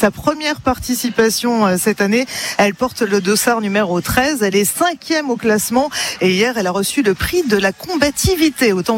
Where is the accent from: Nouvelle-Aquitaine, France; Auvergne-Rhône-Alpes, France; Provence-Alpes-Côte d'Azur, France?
Auvergne-Rhône-Alpes, France; Et oui, parce qu'on sait vivre chez nous en Ardèche, je le précise pour tous les gens de passage.